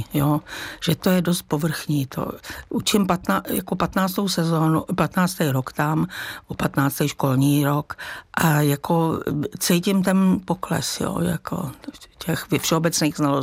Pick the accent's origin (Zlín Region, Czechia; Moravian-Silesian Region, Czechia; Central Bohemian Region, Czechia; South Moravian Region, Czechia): Central Bohemian Region, Czechia; Rakovník; born or raised there